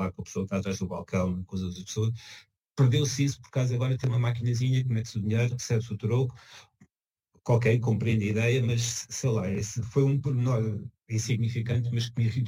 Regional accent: Chamusca, Santarém, Portugal; moved away; E reparei que eu sou do Ribatejo, sou da Chamusca no Ribatejo, e reparei que aquela zona, embora tenha se desenvolvido e haja coisas diferentes, não deu aquele salto que se podia esperar em 5 anos.

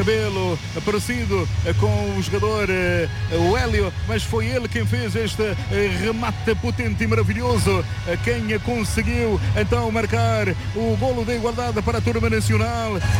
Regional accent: Cape Verde; Imagino lá na terra, imagino lá em Cabo Verde, imagino o que se estará nesta altura a viver.

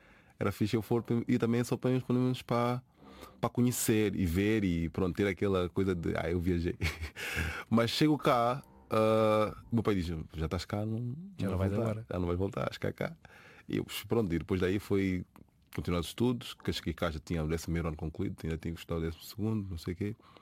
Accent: São Tomé, São Tomé & Príncipe; now in Portugal; E é uma felicidade dizer que nasci e cresci em São Tomé, é uma felicidade.

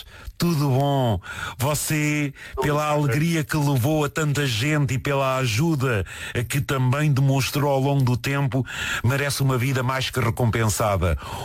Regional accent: Portugal; é uma homenagem que eu lhe quero prestar como português, como conhecedor da beira e da realidade desta gente.

